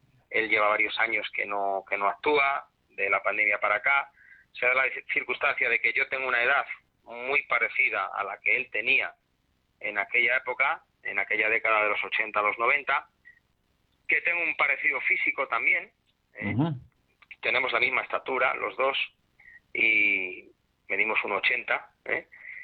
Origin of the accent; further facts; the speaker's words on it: Salamanca, Castile and León, Spain; recuerdo perfectamente cómo los amigos quedábamos allí en mi tierra, en Salamanca, pues quedábamos en casa los fines de semana para tomarnos unas cervezas o unas copas, ¿no?